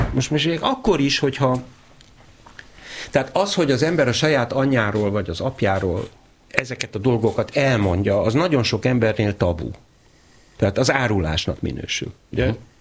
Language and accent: Hungarian; Hungary; born or raised there; also born or lived in Palestine (birthplace)